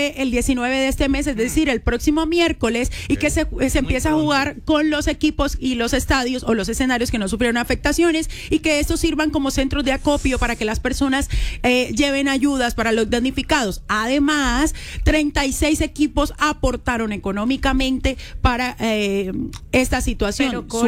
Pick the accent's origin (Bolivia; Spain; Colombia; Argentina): Colombia; lo que nos representa nosotros como colombianos.